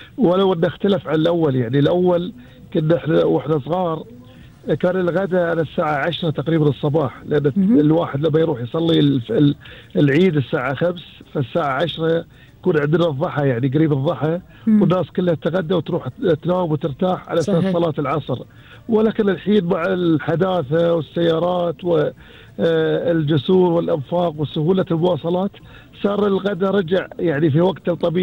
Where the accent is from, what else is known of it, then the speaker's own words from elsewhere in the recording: Qatar; إحنا كقطريين